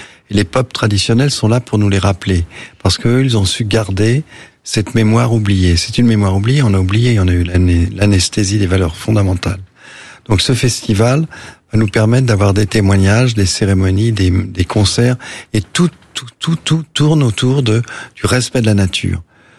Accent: Brittany, France; Moi, je suis breton, ma terre, Elle est dans le Finistère Nord, près de Saint-Paul-de-Léon, Roscoff, un petit village mauguerriec, dans la baie de Morlaix, à l'île de Bas.

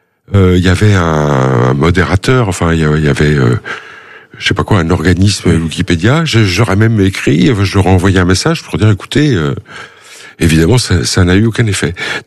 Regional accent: Saint-Dié-des-Vosges, Grand Est, France; born there; also born or lived in Courbevoie; Alors non, c'était à Saint-Dié, mais c'est pas loin. C'est la décentralisation. Je suis né à Courbevoie, mon père était de Courbevoie aussi.

